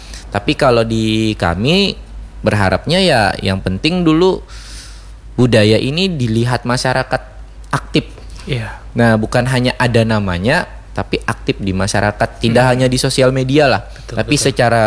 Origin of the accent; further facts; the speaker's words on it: Banjarmasin, South Kalimantan, Indonesia; kita orang Banjarmasin, kita orang Banjar